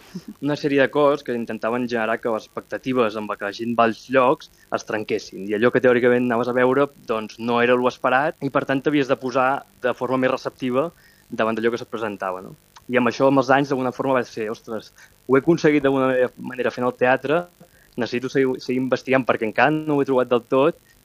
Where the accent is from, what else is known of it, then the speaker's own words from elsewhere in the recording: Mataró, Catalonia, Spain; i jo que sóc de Mataró i he mamat pirotècnia des de ben petit